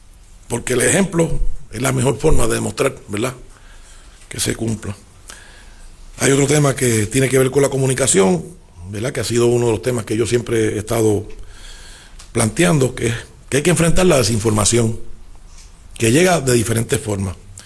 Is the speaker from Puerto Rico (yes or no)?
yes; Puerto Rico